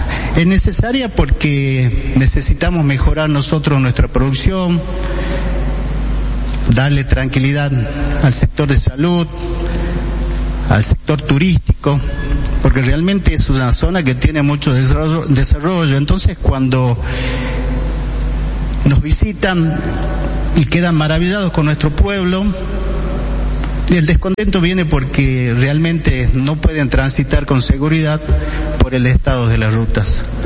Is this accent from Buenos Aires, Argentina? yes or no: no; Salta, Argentina; nosotros, que somos del departamento de San Carlos